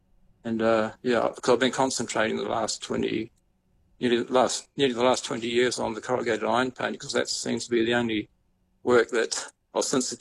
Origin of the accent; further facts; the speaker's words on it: New Zealand; I come from New Zealand.